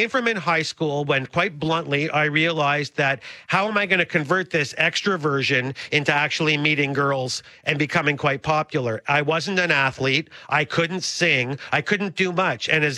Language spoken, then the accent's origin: English; North York, Ontario, Canada; But yeah, I grew up in North York.